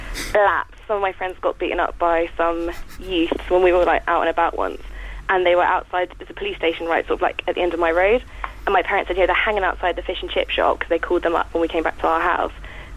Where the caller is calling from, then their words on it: Whitehill, South East England, United Kingdom; I'm from Whitehill in Hampshire.